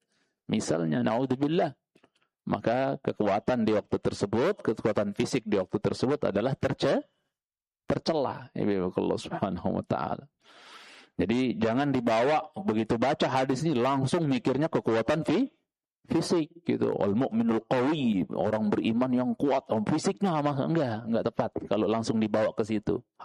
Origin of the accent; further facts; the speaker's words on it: Lombok, West Nusa Tenggara, Indonesia; Rinjani lah di kampung saya